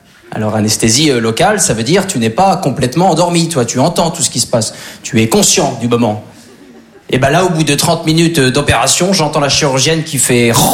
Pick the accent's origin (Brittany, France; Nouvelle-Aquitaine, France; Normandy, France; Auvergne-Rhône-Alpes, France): Normandy, France; Alors moi je suis originaire de Basse-Normandie. Il y en a qui voient un petit peu où c'est la Basse-Normandie?